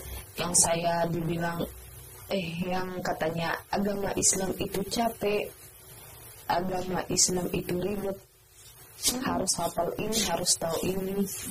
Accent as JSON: {"language": "Indonesian", "region": "North Sumatra", "country": "Indonesia", "first_language": "Batak", "second_language": "Indonesian", "lives_now": "Bogor, Indonesia", "said": "kebetulan kan kita Batak Toba ya. Waktu di kampung saya bernyanyi dengan bahasa saya, bahasa Batak. Saya di Bogor, karena rata-rata udah pada pakai bahasa Indonesia"}